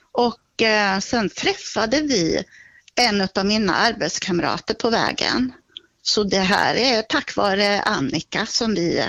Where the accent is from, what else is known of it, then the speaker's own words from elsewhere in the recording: Uddevalla, Västra Götaland County, Sweden; now in Köping, Sweden; jag är uppvuxen i Uddevalla. Vi ligger ju nära havet och vi var mycket och badade när jag var liten. Och sen så, när jag flyttade hit till Köping